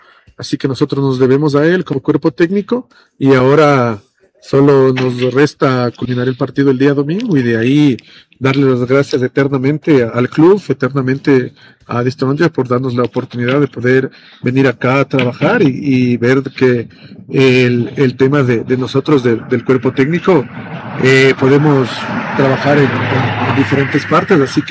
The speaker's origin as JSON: {"language": "Spanish", "country": "Ecuador", "said": "los tres somos ecuatorianos, nos diríamos a nuestro país ya para ir allá."}